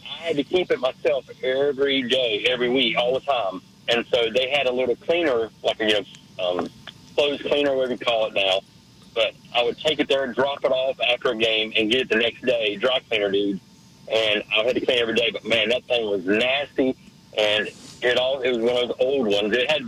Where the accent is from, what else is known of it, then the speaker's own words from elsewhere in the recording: North Carolina, United States; And I'm originally from Reason, North Carolina, so I know you're neck of the woods, guys.